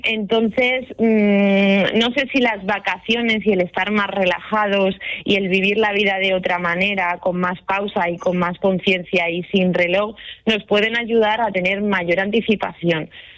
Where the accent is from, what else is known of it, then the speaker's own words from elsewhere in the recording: Toledo, Castilla-La Mancha, Spain; yo soy de Toledo.